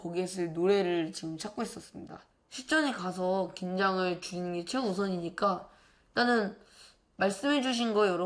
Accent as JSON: {"language": "Korean", "town": "Wangsimni", "region": "Seoul", "country": "South Korea"}